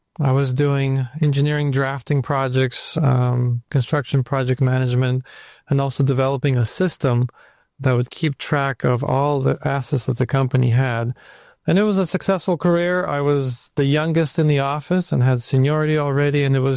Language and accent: English; Ukraine; now in California, United States; We came over with my father from Ukraine right when communism fell apart